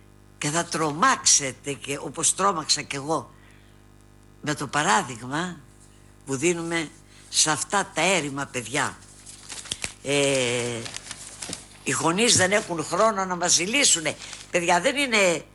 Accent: Macedonia, Greece; Είμαι Μακεδόνισσα. Ήταν το χωριό μου εκεί στη θάλασσα.

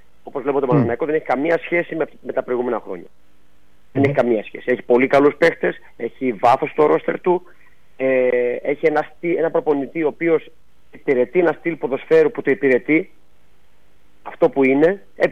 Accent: Greece

